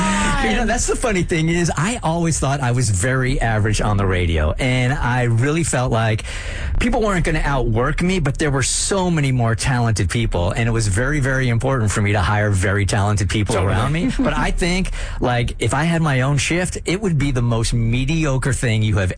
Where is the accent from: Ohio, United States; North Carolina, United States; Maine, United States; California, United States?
California, United States; now in Atlanta, United States; I'm from California